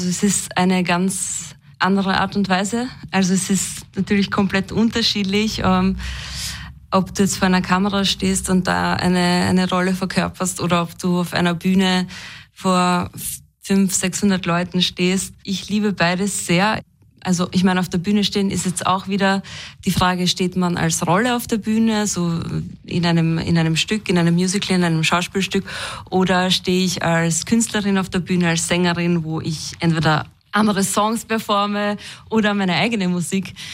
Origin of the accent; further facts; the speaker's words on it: Burgenland, Austria; natürlich ist für mich das Besondere als Burgenländerin in diesem burgenländischen Setting da mitwirken zu können. Und ich komme aus einem kleinen burgenländischen Dorf